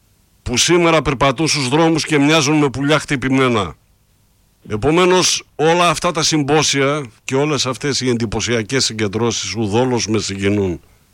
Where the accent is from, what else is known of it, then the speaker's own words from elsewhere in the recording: Greece; Ποτέ δεν θα πάψω να είμαι Έλληνας